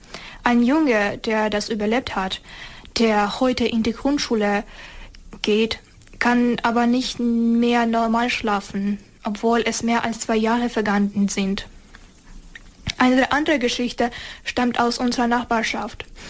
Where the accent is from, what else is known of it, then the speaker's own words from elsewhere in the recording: Hostomel, Kyiv Oblast, Ukraine; also born or lived in Zhytomyr; Also, eigentlich bin ich in Jedoma geboren, aber danach sind meine Eltern und ich nach Kiew umgezogen. Ja, aber den großen Teil meines Lebens habe ich jedoch im Hostomel gelebt. So, es ist ein kleiner Staat in der Region Kiew.